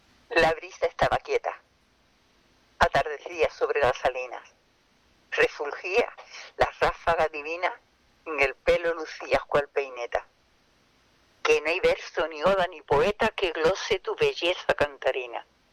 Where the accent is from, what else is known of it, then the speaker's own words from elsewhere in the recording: Spain; born there; yo nací en la Huerta del Carrascón